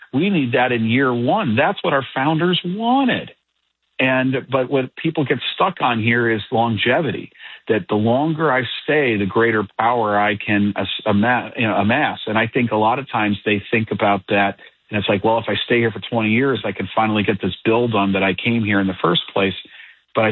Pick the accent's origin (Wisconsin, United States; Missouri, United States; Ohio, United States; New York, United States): Ohio, United States; Cleveland; I remember a guy, Dave Zupan in Cleveland, Ohio, my hometown, someone I met.